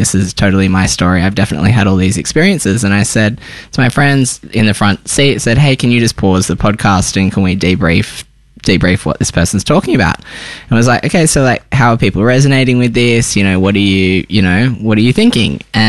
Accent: Tamworth, New South Wales, Australia; also born or lived in Sydney; now in Melbourne, Australia; I grew up in Tamworth. I moved to Sydney, did my studies, started the church there, did all my kind of like harsh Christianity, wonderful Christianity journey in Sydney, and then I've been down in Naarm in Melbourne for the last year or so.

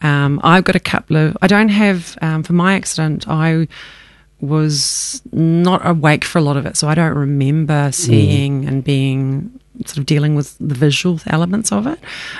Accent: New Zealand; now in Australia; New Zealand, I'm a Kiwi, you can probably tell.

